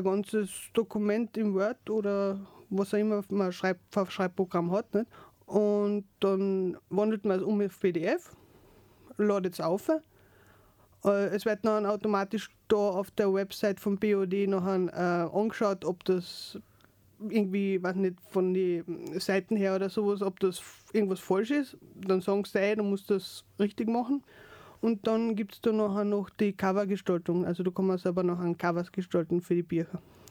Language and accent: German; Carinthia, Austria; Also ich habe zum Beispiel in Kärnten unten beim Bezirksblatt von Verkehren, da wo ich herkomme, habe ich auch eine Anfrage geschickt.